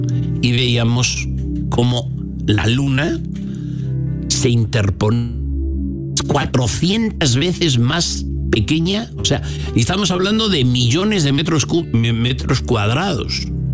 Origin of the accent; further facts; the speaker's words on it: San Román, Castile and León, Spain; mi pueblo, San Román, donde yo estoy